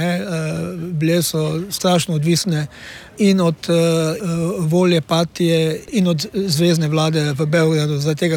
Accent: Styria, Slovenia; kot pravimo Štajerci, Gleichschaltunge

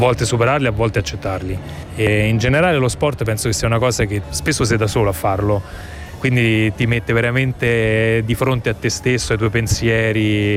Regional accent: Naples, Campania, Italy; born there; io sono nato a Napoli

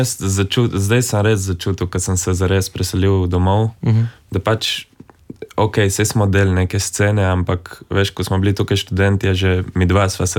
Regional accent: Littoral, Slovenia; now in Ljubljana, Slovenia; mislim, sej ne vem, koliko se niti sliši, ampak če se res daš na to, slišeš eno melodijo, na katero smo Primorci zelo ponosni.

